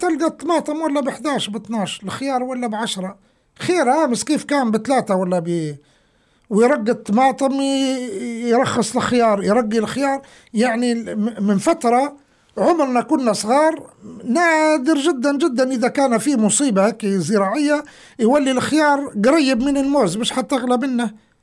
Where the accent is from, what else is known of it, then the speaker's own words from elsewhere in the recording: Libya; إحنا الليبيين يعطوا في 10,000 دولار لشباب باش يهربوهم لتركيا